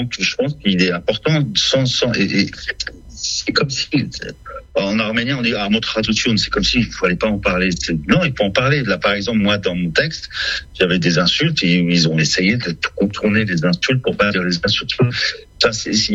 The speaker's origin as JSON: {"language": "French", "country": "Lebanon", "moved": "yes", "said": "Où pendant la guerre, nous, quand on est parti, mon père, je l'ai revu 8 ans plus tard, quoi. On a quitté le Liban."}